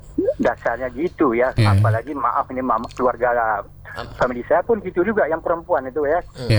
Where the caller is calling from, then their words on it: Indonesia; saya orang Jongga